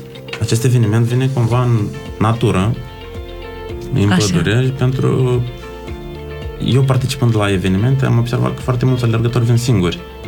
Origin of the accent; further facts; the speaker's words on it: Moldova; now in Bucharest, Romania; Suntem din Republica Moldova, suntem moldoveni, ne-am întâlnit toți la București.